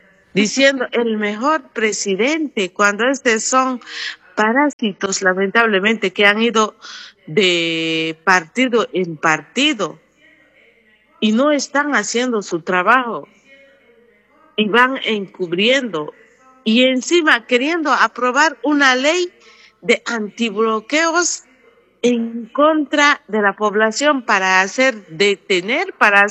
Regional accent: Bolivia; como parte de este pueblo boliviano

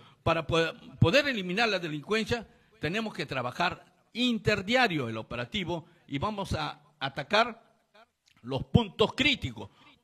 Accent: Peru; todos los peruanos

